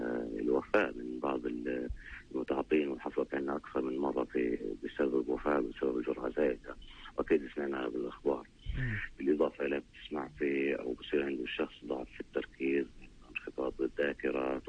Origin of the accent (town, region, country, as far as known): Palestine